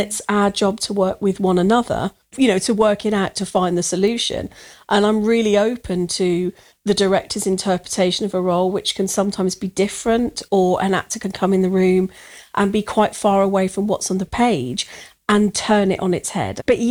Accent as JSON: {"language": "English", "town": "Birmingham", "region": "West Midlands", "country": "United Kingdom", "tie": "born or raised there", "said": "it was set in my hometown."}